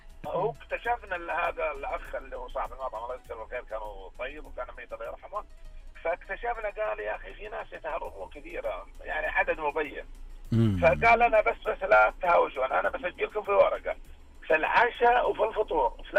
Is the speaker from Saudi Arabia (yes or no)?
yes; Saudi Arabia; حنا كسعوديين